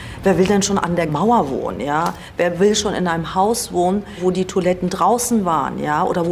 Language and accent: German; Berlin, Germany; Ich bin in Kreuzberg aufgewachsen und wir sind 5 Geschwister.